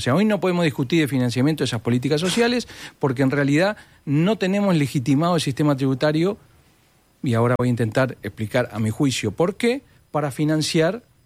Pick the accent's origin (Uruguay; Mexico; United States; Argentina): Uruguay